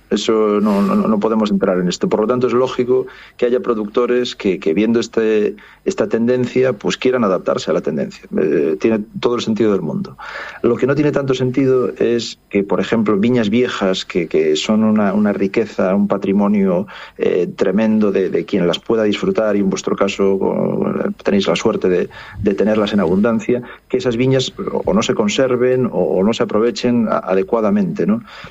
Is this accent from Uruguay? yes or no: no; Galicia, Spain